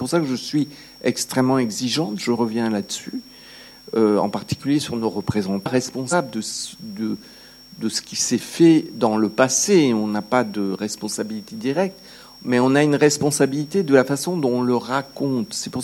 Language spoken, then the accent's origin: French; France; je suis française de nationalité